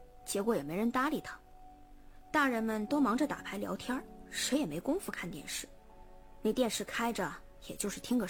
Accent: Northeast China, China; 我们东北那边农村不都是睡火炕吗？

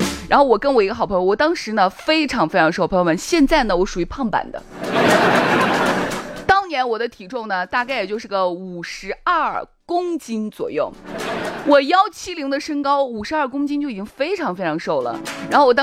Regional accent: Shaanxi, China; accent: Shaanxi dialect; 我们陕西话

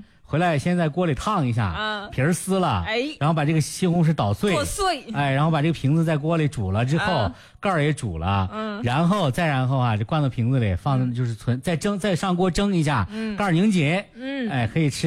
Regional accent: Shanxi, China; 再过上这个大概一周左右哈，我们山西人夏天的仪式就要来了

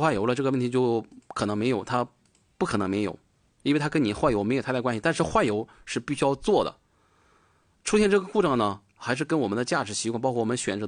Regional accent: Dalian, Liaoning, China; accent: Dalian dialect; 我们大连话叫蹭起

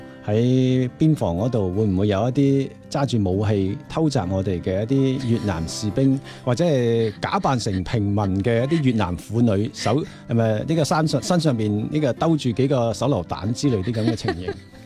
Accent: Guangxi, China; 我哋啲广西佬

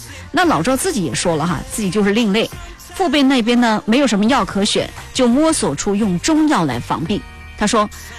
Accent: Chongqing, China; 像什么我们重庆人喜欢吃火锅的那些东西啊

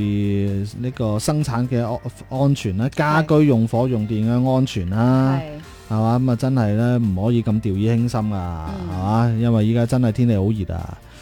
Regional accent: Zhaoqing, Guangdong, China; 因为我乡下就喺嗰边

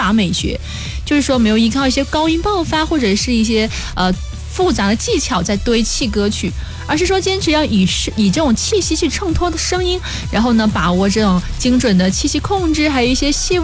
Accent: Guangdong, China; 也是咱们广东人

